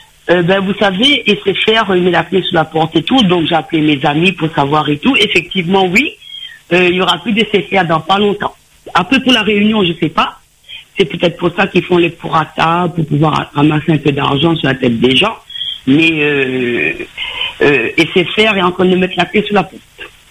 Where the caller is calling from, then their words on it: Évry, Île-de-France, France; Je suis du 91, dans l'Essonne, à Évry.